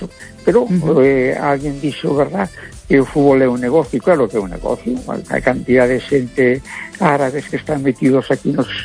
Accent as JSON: {"language": "Galician", "region": "Galicia", "country": "Spain", "said": "E como galego, pois a mín me gusta o Deportivo, me gusta o Celta, ¿verdad?"}